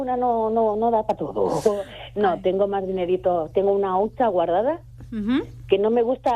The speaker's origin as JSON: {"language": "Spanish", "region": "Catalonia", "country": "Spain", "said": "soy catalana"}